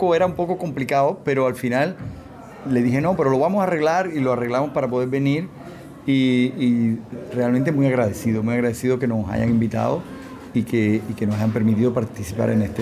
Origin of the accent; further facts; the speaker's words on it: Cuba; siempre con esa base de música cubana tradicional, que es de donde yo vengo